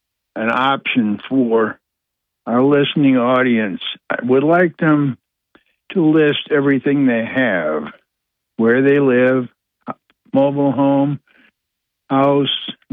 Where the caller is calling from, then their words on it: Owego, New York, United States; from Wego.